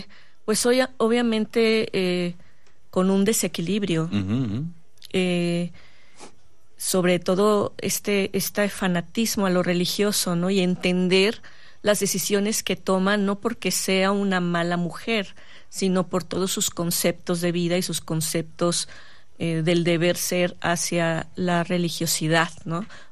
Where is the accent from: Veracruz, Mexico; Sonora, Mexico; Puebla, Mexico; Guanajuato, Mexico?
Veracruz, Mexico; Poza Rica; now in Mexico City, Mexico; Yo soy de provincia, de Poza Rica, Veracruz, y fui una chica con el sueño de venirme a la ciudad a hacer teatro, a estudiar.